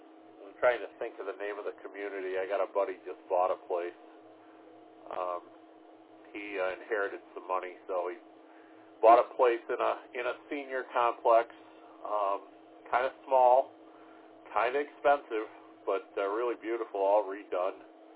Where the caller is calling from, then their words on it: Michigan, United States; I am in the far northern tip of the Lower Peninsula, I'm about 30 miles south of the Mackinac Bridge.